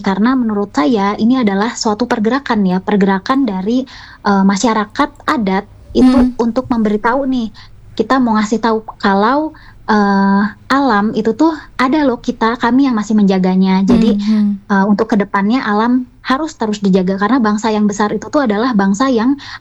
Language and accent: Indonesian; Bandung, West Java, Indonesia; kebetulan saya itu lahir besar di Bandung. Jadi urang teh Nyunda pisan, Nyunda.